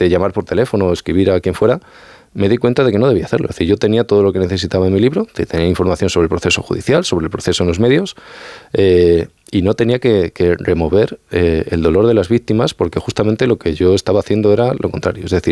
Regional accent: Extremadura, Spain

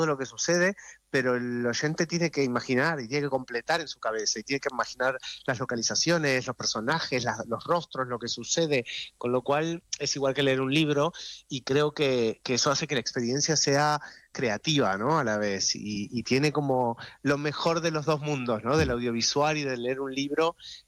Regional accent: Argentina; accent: Argentine

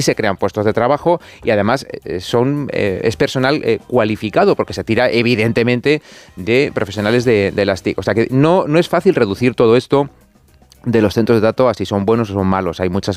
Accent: Spain; Yo soy de las autonomías. Vale, soy de la España de las autonomías.

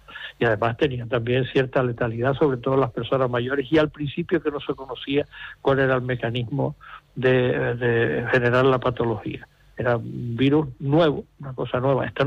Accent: Canary Islands, Spain; Yo me he sentido muy mal como canario.

